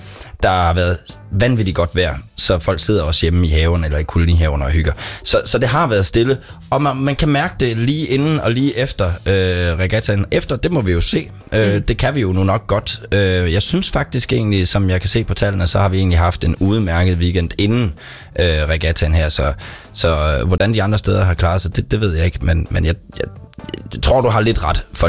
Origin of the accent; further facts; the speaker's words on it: Silkeborg, Central Denmark Region, Denmark; also born or lived in Kolding; Jeg er jo Silkeborg-dreng. Jeg er vokset op her.